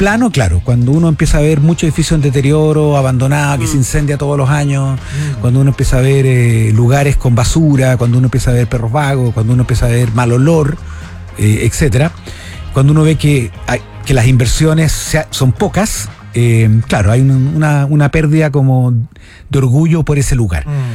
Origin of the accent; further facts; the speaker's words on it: Viña del Mar, Valparaíso, Chile; Yo no soy porteño. De hecho, soy viñamarino, estoy al lado